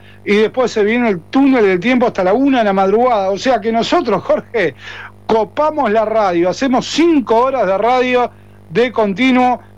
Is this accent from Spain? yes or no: no; Uruguay